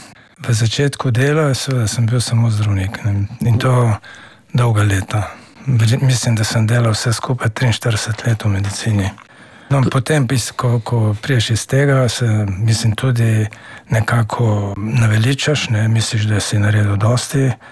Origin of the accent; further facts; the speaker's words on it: Hrastnik, Central Sava, Slovenia; moved away; tako da smo mi iz Hrastnika potem se pobrali leta 1964